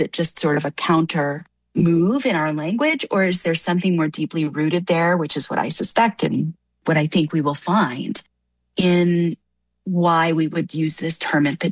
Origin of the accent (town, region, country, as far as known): Minneapolis, Minnesota, United States; born or raised there; moved away as an adult